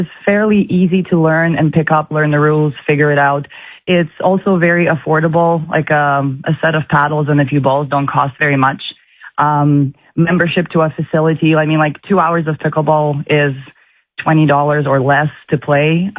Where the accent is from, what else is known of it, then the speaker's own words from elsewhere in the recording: Kazakhstan; also born or lived in England; now in Regina, Canada; I am originally from Kazakhstan. I went to school in England. I met my husband in Europe and then decided to come out and visited him in Canada.